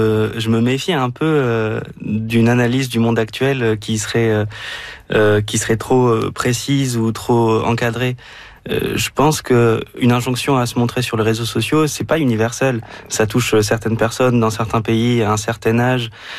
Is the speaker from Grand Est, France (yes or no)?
yes; Nancy, Grand Est, France; J'ai grandi à Nancy.